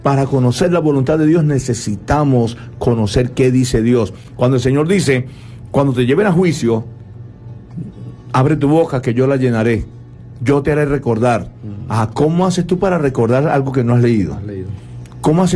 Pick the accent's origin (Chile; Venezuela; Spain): Venezuela; yo estoy en Venezuela y soy venezolano